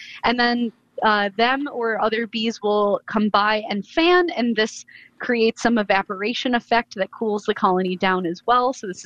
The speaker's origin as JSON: {"language": "English", "region": "New York", "country": "United States", "tie": "born or raised there", "also_born_or_lived": "Phoenix, Arizona", "moved": "yes", "said": "I lived in Arizona. I grew up in New York, in Western New York, very similar to lots of Wisconsin weather."}